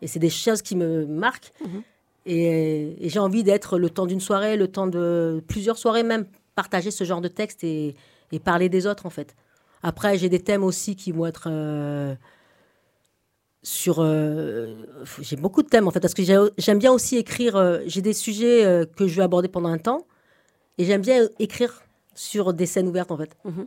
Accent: Toulon, Provence-Alpes-Côte d'Azur, France; Je suis née à Sainte-Anne.

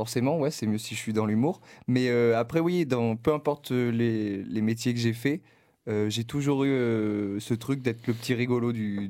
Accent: La Seyne-sur-Mer, Provence-Alpes-Côte d'Azur, France; also born or lived in Sanary / Toulon; now in Paris, France; Je suis originaire du sud-est, du Var. Alors pour préciser, je suis né à La Seyne-sur-Mer, mais j'ai grandi entre Sanary, La Seyne et Toulon, voilà.

